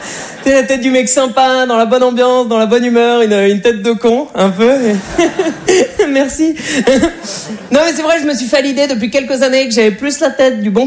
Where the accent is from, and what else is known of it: Berck-sur-Mer, Hauts-de-France, France; born or raised there